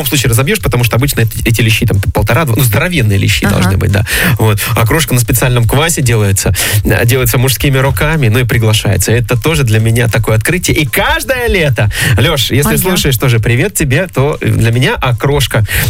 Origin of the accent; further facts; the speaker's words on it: Krasnodar Krai, Russia; детство провел как раз в Приазовье